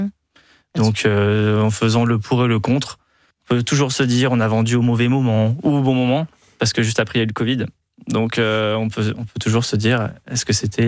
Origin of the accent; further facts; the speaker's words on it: Bordeaux, Nouvelle-Aquitaine, France; Moi, je viens de Bordeaux, donc c'est la région.